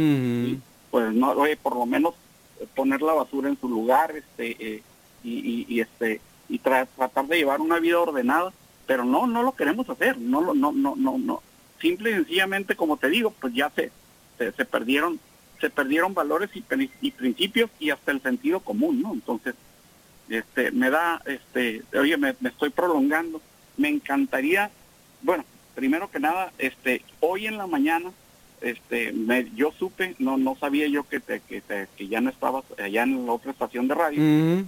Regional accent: Tijuana, Baja California, Mexico; Yo soy de aquí de Tijuana, pero mi papá, en paz descanse, era de Michoacán, y mi madre, en paz descanse, de La Barca, Jalisco, ¿sí? Y ellos, pues, se vinieron en aquellos ayeres con la ilusión de irse a Estados Unidos

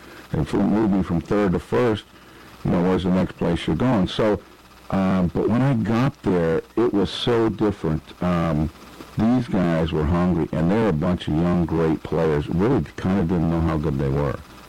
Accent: California, United States; Could have played first base for the Dodgers, my hometown team, and all that kind of stuff.

